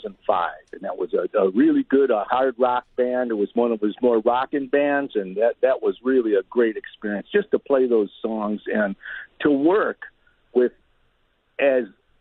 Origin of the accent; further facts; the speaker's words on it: Joliet, Illinois, United States; now in Minneapolis, United States; Oh, well, I moved up there from Joliet, Illinois in 1970 to play in a heavy metal band called